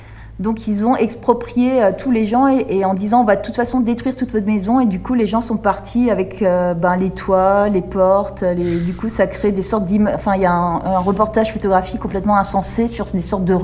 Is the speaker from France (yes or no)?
no; Serbia; Ça, c'est chez nous, en Serbie.